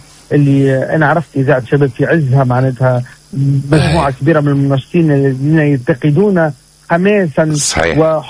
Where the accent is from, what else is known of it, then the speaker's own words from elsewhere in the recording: Ras Jebel, Bizerte Governorate, Tunisia; أول إجازة يعني في رأس جبل مدينتي.